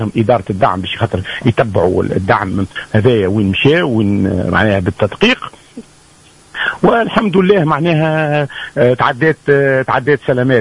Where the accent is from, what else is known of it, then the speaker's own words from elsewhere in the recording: Tunisia; احنا عندنا في تونس 9 مصانع